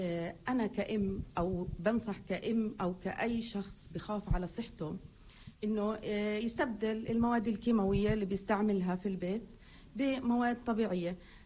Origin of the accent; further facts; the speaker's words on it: Palestine; وإحنا بفلسطين